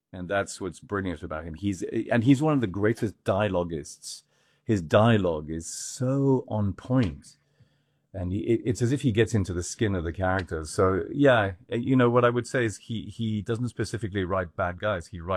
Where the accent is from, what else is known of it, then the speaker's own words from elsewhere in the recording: Scotland, United Kingdom; also born or lived in France; because I'm Scottish and French. So I'm a sort of amalgam of these, both of these cultures.